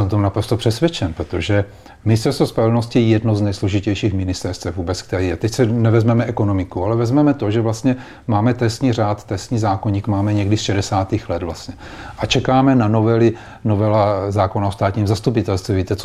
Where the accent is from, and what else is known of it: Brno, South Moravian Region, Czechia